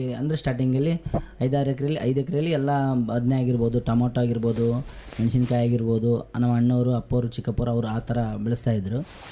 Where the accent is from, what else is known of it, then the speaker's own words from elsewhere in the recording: Karnataka, India; ನಮ್ಮದು ಪಲ್ಕಂದೊಡ್ಡಿ ಗ್ರಾಮ. … ನಮ್ಮದು ಪಲ್ಕಂದೊಡ್ಡಿ ಗ್ರಾಮ, ಇಲ್ಲಿ ಎರ್ಮರ್ಸ್ ಕ್ಯಾಂಪ್ ಹತ್ರ ಬರುತ್ತದೆ, ರಾಯಚೂರು ತಾಲೂಕಲ್ಲಿ ಬರುತ್ತದೆ. ನಾವು ಮೂಲತಃ ನಮ್ಮದು ಕೃಷಿ ಕುಟುಂಬ.